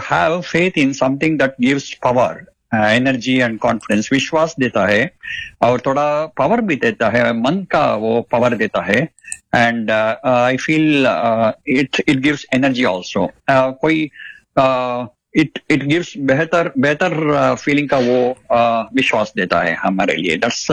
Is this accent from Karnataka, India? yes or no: yes; Bangalore, Karnataka, India; first language Telugu; Hindi is a second language; मैं बैंगलोर से हूँ। I was born and brought up in Bangalore and I M A Karnataka by birth, even though मेरा mother tongue Telugu है।